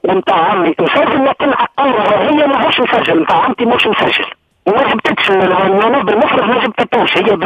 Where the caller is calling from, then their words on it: Bizerte, Bizerte Governorate, Tunisia; من بنزرت. من بنزرت.